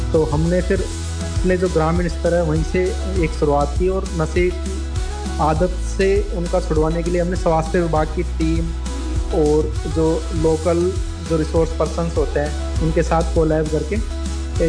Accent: Alwar district, Rajasthan, India; और मैं अलवर जिले के राजगढ़ तहसील के एक छोटे से गांव पूर्णला का रहने वाला हूँ।

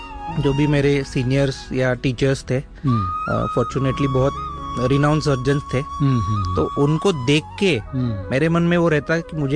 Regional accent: Jalgaon, Maharashtra, India; मैं जलगांव महाराष्ट्र से हूँ, वहाँ पे प्रैक्टिस करता हूँ।

